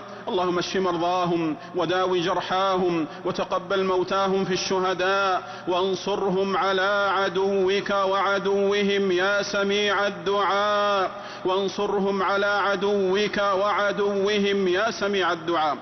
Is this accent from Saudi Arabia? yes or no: yes; Saudi Arabia; واحفظ بلادنا المملكة العربية السعودية وسائر بلاد المسلمين